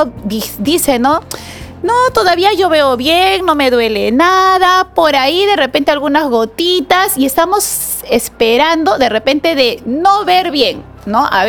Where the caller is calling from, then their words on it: Nueva Cajamarca, San Martín, Peru; Tengo 61 años. Gracias. Soy de Cajamarca. Nueva Cajamarca.